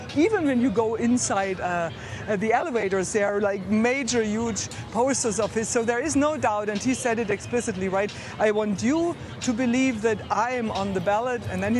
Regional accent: Germany; accent: German; English is a second language; When they hear my German accent, they say, you should be thankful to Donald Trump that he's taking care of that.

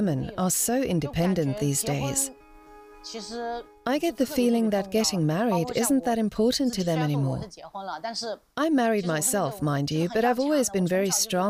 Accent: Yangshuo, Guangxi, China; I was born and raised in Yangshou, a picturesque area.

